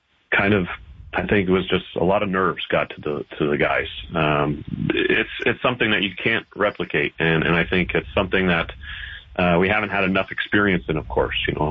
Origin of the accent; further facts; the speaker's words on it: Canada; never really honestly expected it as a Canadian soccer ex-player, to be fair.